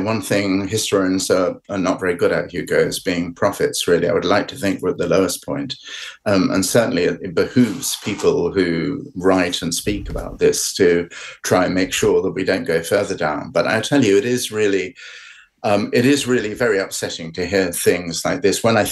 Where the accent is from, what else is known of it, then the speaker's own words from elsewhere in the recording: United Kingdom; I'm still extremely proud of being a British Jew.